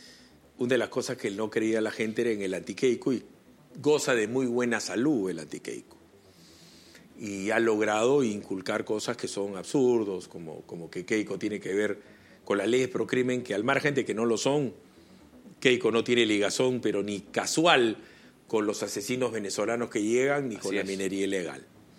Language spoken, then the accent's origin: Spanish; Peru; yo soy peruano, tú eres extranjero.